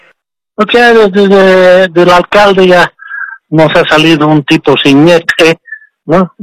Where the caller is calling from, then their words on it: El Alto, La Paz, Bolivia; del Alto.